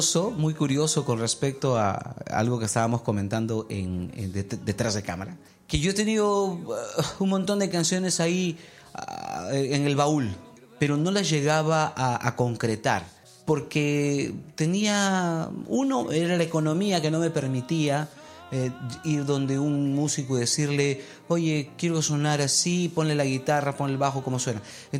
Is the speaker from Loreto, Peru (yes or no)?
yes; Iquitos, Loreto, Peru; born there; now in Lima, Peru; Yo nací acá en la ciudad de Lima, pero me llevaron a Iquitos. 9 años me llevaron a Iquitos. De alguna manera, Iquitos me aisló un poco. Pero cuando ya empecé a crecer, quise salir de la ciudad, no salí nuevamente a Lima.